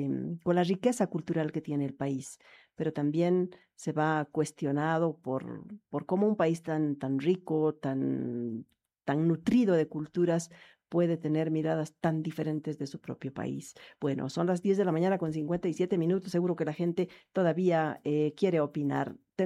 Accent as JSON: {"language": "Spanish", "country": "Bolivia", "said": "quienes estamos en el territorio boliviano hemos nacido en Bolivia, en diferentes cunas, aymaras, quechuas, pero no solo aymaras, quechuas, también hemos nacido en cunas ayoreas, en cunas mocetenes, en cunas clase medieras"}